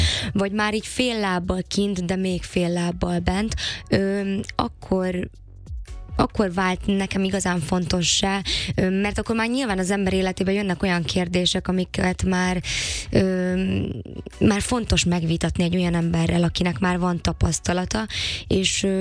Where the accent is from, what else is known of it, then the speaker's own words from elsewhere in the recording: Felvidék, Slovakia; moved away as an adult; now in Budapest, Hungary; én Felvidékről jöttem, igaz, hogy egy színészi családból